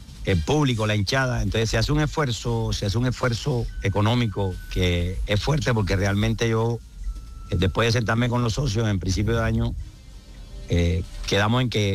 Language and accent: Spanish; Cartagena, Bolívar, Colombia; como yo me muevo en la ciudad, yo soy cartagenero.